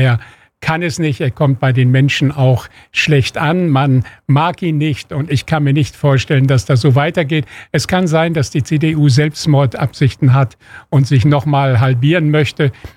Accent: Berlin, Germany; Ich bin Berliner

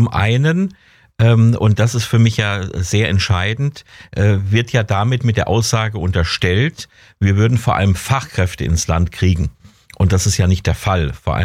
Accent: Germany; Also wenn wir als Deutsche manchmal kritische Worte finden, sind wir eher dabei, uns zurückzuhalten.

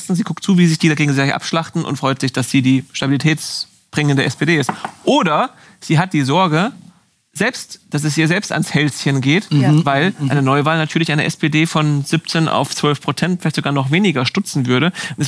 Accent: Hesse, Germany; ich bin ja Hesse, ich kenne ihn dann schon etwas eher

